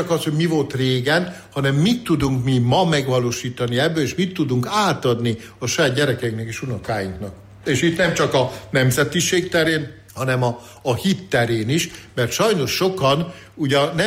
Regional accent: Drávasztára, Baranya, Hungary; moved away; also born or lived in Sellye; én Sejjén születtem, ez Dráva parti kisváros, de Dráva sztárán nevelkedtem.

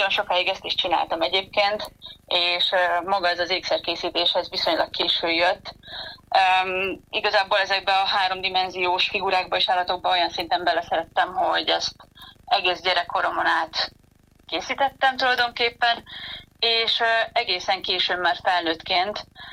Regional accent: Onga, Borsod-Abaúj-Zemplén, Hungary; moved away as an adult; now in Spain; Gyerekkoromban kezdtem el még annó Ongán, ugyanis részben én Ongán nőttem föl, borsodi gyerekként.

